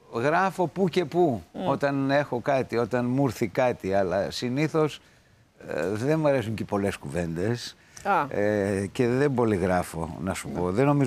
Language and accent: Greek; Mytilene, North Aegean, Greece; moved away; Ναι, γεννήθηκα εκεί. Και μεγάλωσα εκεί.